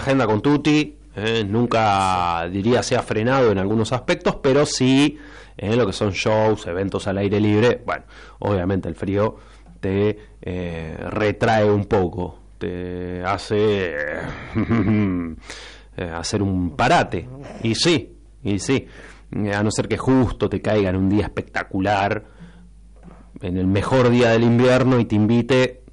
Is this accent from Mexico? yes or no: no; Buenos Aires, Argentina; yo soy porteño.